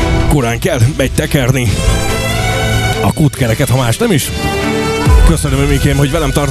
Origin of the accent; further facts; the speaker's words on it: Győr, Győr-Moson-Sopron, Hungary; Tudod, Béni, én is győri vagyok. Győri gyerek, Árfurtuti. Szabadhegyi, mint a Sursi.